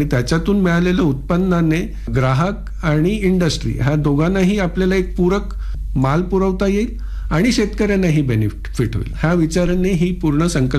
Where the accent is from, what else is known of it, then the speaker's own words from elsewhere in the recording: Maharashtra, India; आमचं गाव मुंबईपासून जवळ असल्याने नेहमी आम्ही गावाशी आणि शेतीशी जुळून राहिलो